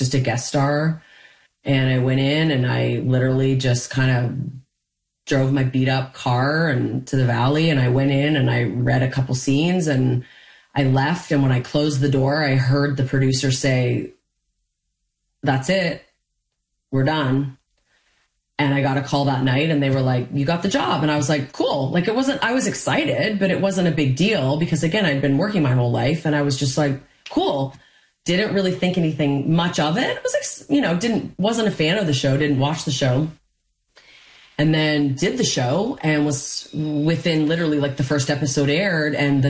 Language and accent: English; Canada; because of my childhood and the way I was raised and being Canadian